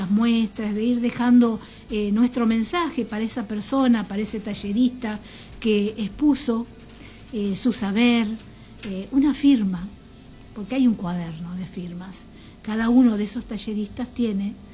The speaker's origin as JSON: {"language": "Spanish", "country": "Argentina", "said": "reconocernos como argentinos"}